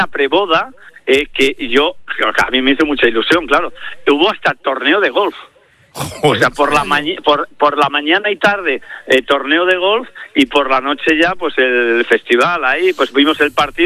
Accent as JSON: {"language": "Spanish", "country": "Spain", "said": "Entonces, ¿cómo nos van a decir que nosotros somos racistas los españoles?"}